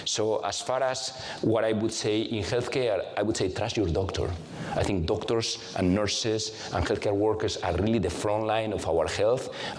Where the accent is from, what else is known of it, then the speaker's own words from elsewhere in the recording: Valencia, Valencian Community, Spain; moved away as an adult; now in United States; I spent a lot of my childhood in Valencia, my hometown, in my grandmother's pharmacy.